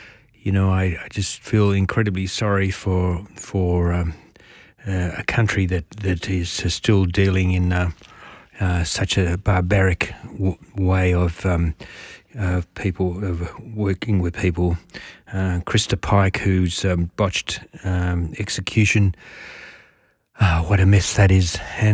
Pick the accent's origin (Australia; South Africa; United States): Australia; I'm so glad I'm an Australian and I live in Australia.